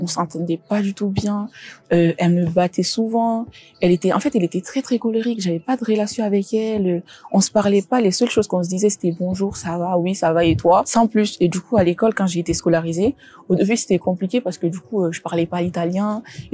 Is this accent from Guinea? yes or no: yes; Guinea; born there; Je suis d'origine guinéenne, je viens d'une famille musulmane très très pratiquante. Du coup, je suis née en Guinée.